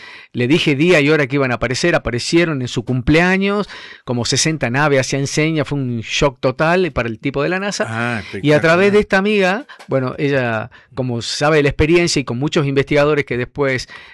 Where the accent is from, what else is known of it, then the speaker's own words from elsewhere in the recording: Jujuy, Argentina; muy contento de ir como argentino y como jujeño a Estados Unidos